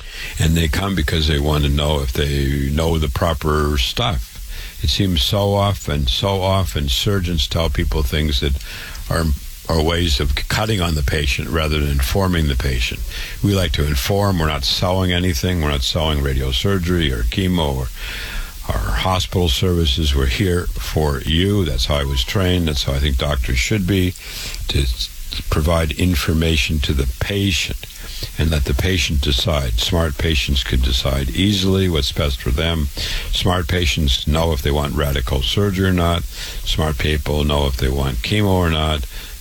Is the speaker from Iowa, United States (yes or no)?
yes; Waterloo, Iowa, United States; I was born and raised in Waterloo, Iowa. I went to public school. I went to university.